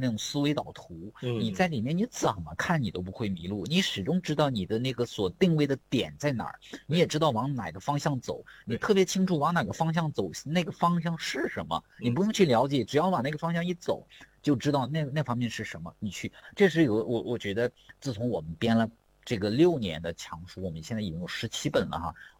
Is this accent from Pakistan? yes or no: no; China